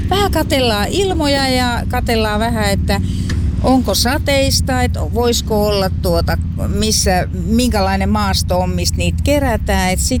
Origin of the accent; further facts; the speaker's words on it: Savitaipale, South Karelia, Finland; Itse ollaan Savitaipaleelta